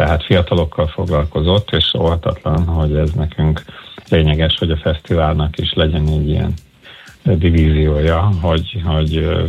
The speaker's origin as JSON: {"language": "Hungarian", "town": "Veszprém", "region": "Veszprém County", "country": "Hungary", "tie": "born there", "said": "én magam is itt születtem, egyébként innen indultam az utamra, és aztán jöttem vissza"}